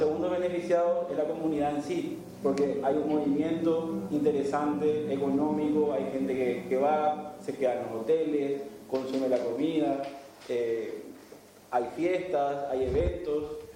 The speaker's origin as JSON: {"language": "Spanish", "town": "San Juan Bautista", "region": "Misiones", "country": "Paraguay"}